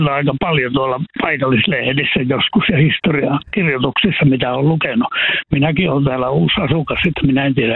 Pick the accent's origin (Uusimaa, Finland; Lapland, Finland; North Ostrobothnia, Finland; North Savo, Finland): North Ostrobothnia, Finland; Kuusamo; Meillä Kuusamossa päin sanottaisiin, että spektaakkelista.